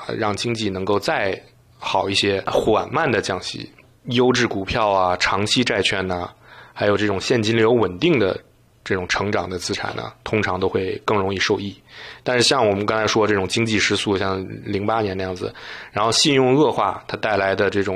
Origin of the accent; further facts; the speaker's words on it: Canada; 咱们加拿大人